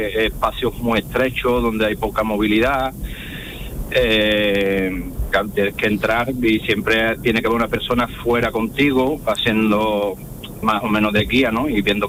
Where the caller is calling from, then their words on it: Seville, Andalusia, Spain; Vivo en Sevilla capital.